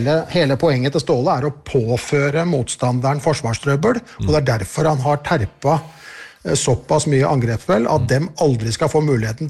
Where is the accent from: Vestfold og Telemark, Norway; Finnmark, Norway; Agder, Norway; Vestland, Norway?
Vestland, Norway; Bergen; vi kan skrike som bergensere vi